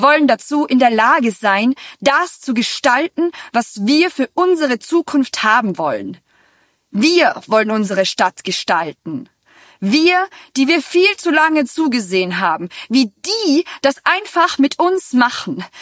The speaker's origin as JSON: {"language": "German", "region": "Tyrol", "country": "Austria", "tie": "born or raised there", "said": "Ich als Tirolerin, die in diesem wunderschönen Scheißland aufgewachsen ist und eigentlich auch weiter darin leben und handeln will"}